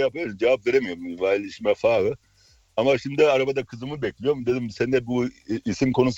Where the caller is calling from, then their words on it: Ankara, Turkey; Kızılay'dan arıyorum.